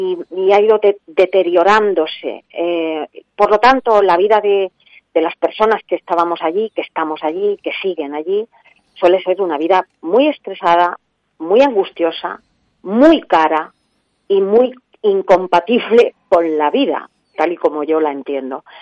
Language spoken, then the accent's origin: Spanish; Murcia, Region of Murcia, Spain; moved away as an adult; also born or lived in Madrid; now in Nigrán, Spain; Yo procedo de Murcia y llegué a Madrid a hacer mi carrera allí.